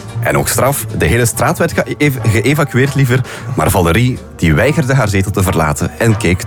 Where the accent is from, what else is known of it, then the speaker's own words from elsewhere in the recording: Flanders, Belgium; Herkenbaar, ik ben zelf ook van West-Vlaanderen.